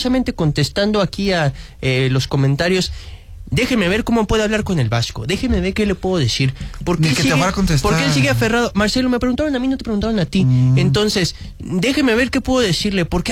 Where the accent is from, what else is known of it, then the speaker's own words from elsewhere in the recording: Mexico; cómo somos los mexicanos